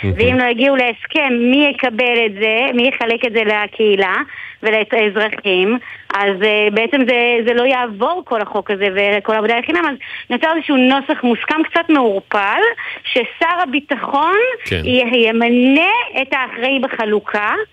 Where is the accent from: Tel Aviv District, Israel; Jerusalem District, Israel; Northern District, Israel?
Northern District, Israel; כשאני הייתי ילדה במלחמת המפרץ, גדלתי בצפון